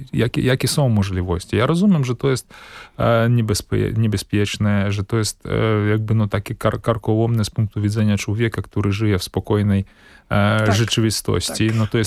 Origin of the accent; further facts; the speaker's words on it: Belarus; moved away as an adult; No ale tam się urodziłem, tam żyłem, w tamtej, jestem po prostu z tamtej rzeczywistości.